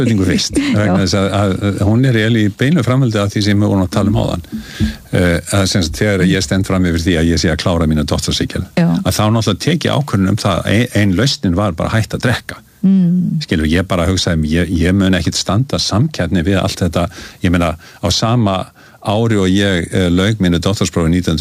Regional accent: Reykjavík, Capital Region, Iceland; Þú veist, ég alinn upp í Vesturbænum, bara hjá millistéttarfjölskyldu, foreldrar mínir afskaplega lágstemmt fólk, faðir mér var atvinnurekandi

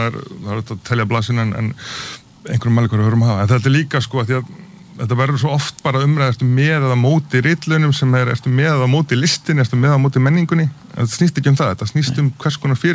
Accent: United Kingdom; also born or lived in Norway; þá hérna ólst ég upp í Bretland og Noregi sem að hérna sem er nú kannski ekki mjög langt í burtu

